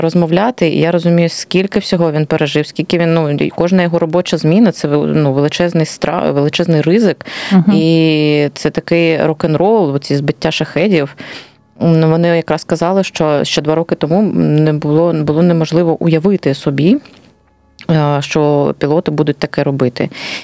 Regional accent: Kharkiv, Kharkiv Oblast, Ukraine; Я теж з Холодної Гори.

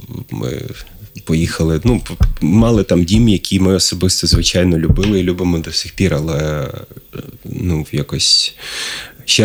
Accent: Uzhhorod, Zakarpattia Oblast, Ukraine; now in Kyiv, Ukraine; Поїхали в Ужгород, оскільки я родом з Ужгорода

